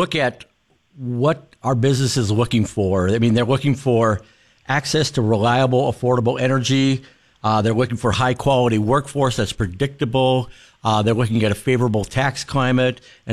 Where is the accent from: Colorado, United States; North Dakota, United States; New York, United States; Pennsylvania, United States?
North Dakota, United States; Forbes; I grew up in Forbes, North Dakota, where they have a, you know, big wind farm there in the Coteau Hills.